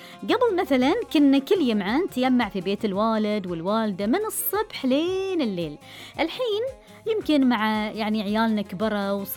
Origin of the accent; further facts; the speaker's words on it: Bahrain; ملف الأياويل وديرتنا الحبيب البحرين، ملف للخير والتواصل والبركة والسنع والهوية الجميلة والعادات والتقاليد الأصيلة